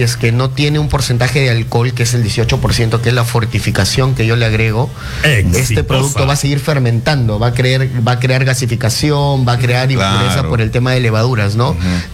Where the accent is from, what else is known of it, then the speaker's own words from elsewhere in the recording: Pacasmayo, La Libertad, Peru; now in Trujillo, Peru; Yo soy de Pacasmayo, pero ya vivo bastante tiempo en Trujillo